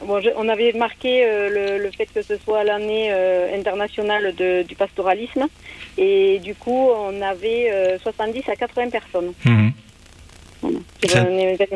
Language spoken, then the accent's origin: French; Occitanie, France; moved away as an adult; now in Estampures, France; Je suis originaire du Gers, juste à côté de Mielan, à la Gamazous. Et je me suis installée en tant qu'agricultrice sur un élevage de lapins à Estampure.